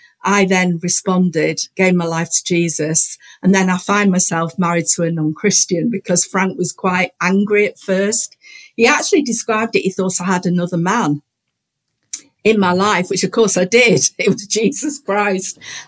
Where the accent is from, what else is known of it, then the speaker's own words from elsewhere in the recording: Bromley, London, United Kingdom; also born or lived in Manchester; Well, I was born in Manchester. So for the first 5 years, I was raised in Manchester, and then my dad got a job in computing, probably one of the first ever computers that was built. He worked on in London. So our family moved to Bromley in Kent